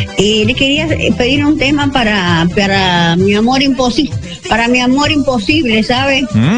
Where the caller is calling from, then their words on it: Mendoza, Argentina; soy de Mendoza.